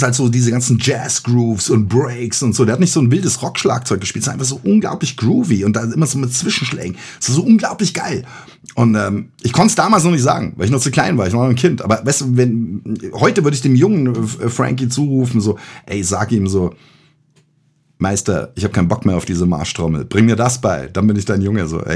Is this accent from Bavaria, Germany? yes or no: yes; Bavaria, Germany; Und da haben sie mich reingesteckt in dem Dorf, wo ich aufgewachsen bin, in Bayern.